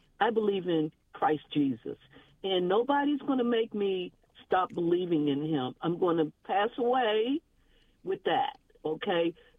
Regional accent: United States; born there; I was born in America.

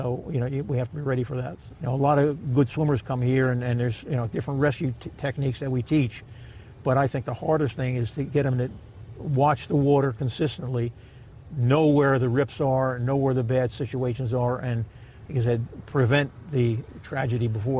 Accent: New Jersey, United States; I grew up on the Jersey Shore. I grew up right across the street from Shark River down the road, and I grew up on the beaches in Avon further down.

